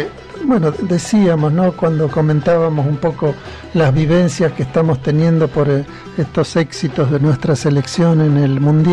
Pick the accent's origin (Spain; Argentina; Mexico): Argentina; lo que nos da felicidad oculte o tape las cosas que nos deben preocupar como argentinos